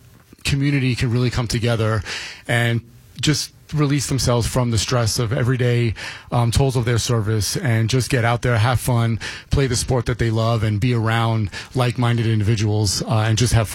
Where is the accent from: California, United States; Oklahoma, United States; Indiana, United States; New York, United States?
New York, United States; New York City; I'm from New York City, Brooklyn, to be specific, and I'm a huge New York Rangers fan.